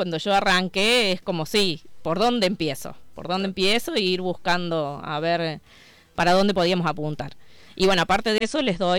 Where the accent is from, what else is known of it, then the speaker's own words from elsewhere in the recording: Las Varas, Córdoba, Argentina; moved away as an adult; now in Ballesteros, Argentina; Yo vengo de la localidad de Las Varas. Estudié ingeniería química. De ahí fue que las cosas de la vida me llevaron a vivir en Ballesteros.